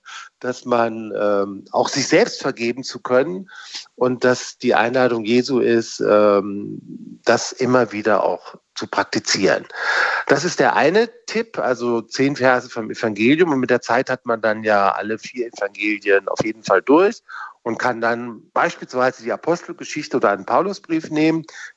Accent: Kassel, Hesse, Germany; Und dann habe ich so als Jugendlicher mit 16 Jahren, ich bin in Kassel groß geworden

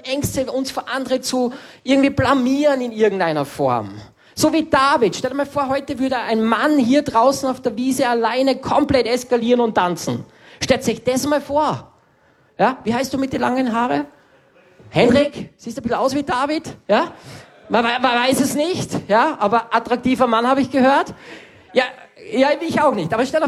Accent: Salzburg, Austria; Und bei uns in Salzburg hat es so eine Villenreihe gegeben.

